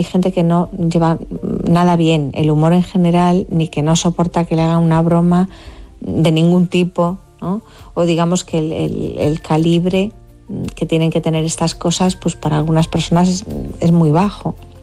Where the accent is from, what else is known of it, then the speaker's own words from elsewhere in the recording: Galicia, Spain; La ironía, que yo que soy gallega, bueno, respiramos la ironía como, como parte del idioma, ¿no?